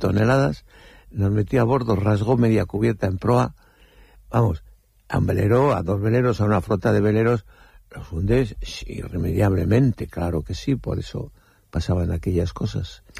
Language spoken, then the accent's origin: Spanish; Castro Urdiales, Cantabria, Spain; como siempre lo he contado aquí en Castro, pues por los cargaderos venían barcos del norte, venían barcos ingleses, barcos holandeses a cargar mineral, y en la calle La Mar donde yo nací estaba la pastelería de Baranda